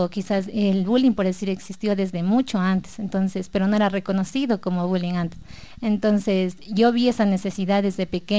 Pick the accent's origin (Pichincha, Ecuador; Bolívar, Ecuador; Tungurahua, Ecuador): Pichincha, Ecuador; Quito; born there; yo soy de Quito, nací en Quito, mis papás son de Quilajaló